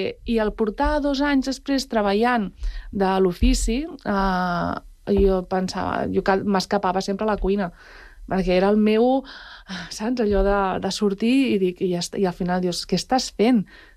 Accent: Palau-sator, Catalonia, Spain; sóc de Palau-sator, i ara ho dic ben alt, no? I sóc de pagès.

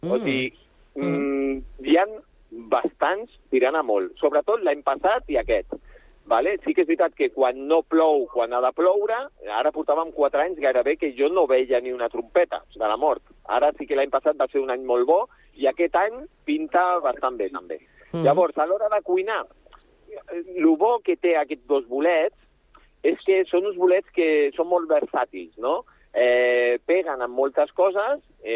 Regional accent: Sant Cugat del Vallès, Catalonia, Spain; soc fill de Sant Cugat i de la Floresta

